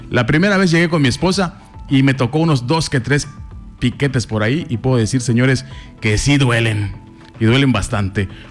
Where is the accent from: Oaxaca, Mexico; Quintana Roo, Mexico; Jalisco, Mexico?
Quintana Roo, Mexico; los quintanarruenses, señores, nos unimos para eso y más